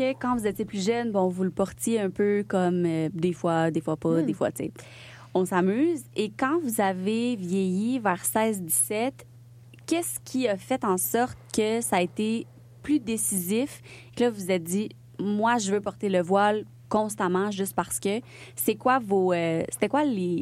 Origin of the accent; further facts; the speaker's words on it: Trois-Rivières, Quebec, Canada; moi, je viens de Trois-Rivières. Hein, fait que la diversité culturelle et la diversité religieuse, ça n'a pas fait partie de ma vie vraiment quand j'étais jeune.